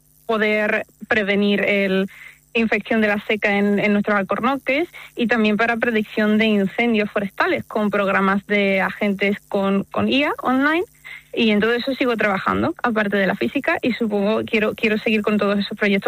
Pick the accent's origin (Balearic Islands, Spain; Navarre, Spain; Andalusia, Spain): Andalusia, Spain; Algeciras; now in San Roque, Spain; Ahora mismo resido en San Roque, pero yo soy de Algeciras, sí.